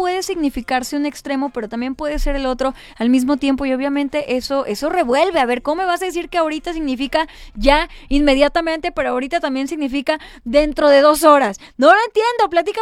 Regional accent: Mexico; Está raro cómo nosotros como mexicanos luego le agarramos un significado que está en los dos extremos a una misma palabra.

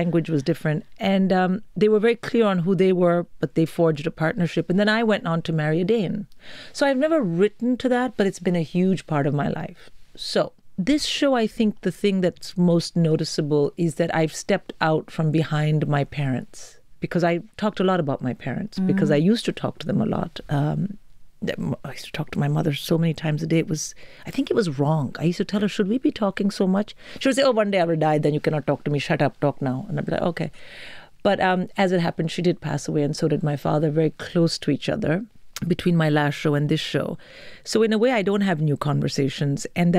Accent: United Kingdom; And I say, no, no, I'm an Indian British comic.

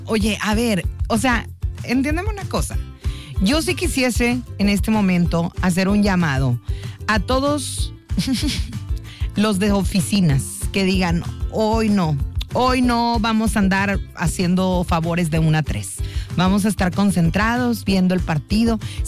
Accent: San Luis Potosí, Mexico; now in Monterrey, Mexico; Bueno, yo no, porque yo no soy regia, yo soy potosina.

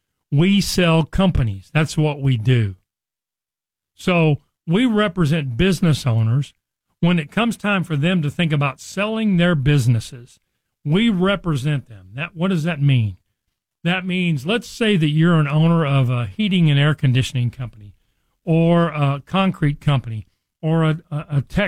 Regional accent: Richardson, Texas, United States; also born or lived in Nebraska; I grew up in Dallas. I've been here almost my entire life. I was born in Nebraska, but as a very young boy, my mom and dad moved us down from Nebraska to Dallas. I grew up in Richardson

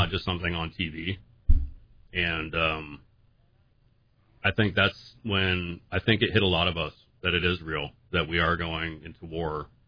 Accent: Pacific Northwest, United States; I grew up on the Pacific Northwest, and we lived near the ocean

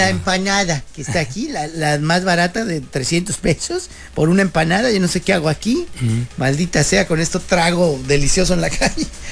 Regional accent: Mexicali, Baja California, Mexico; born there; Es como si, pues yo nací en Mexicali, otro nació en Ciudad de México, no es lo mismo.

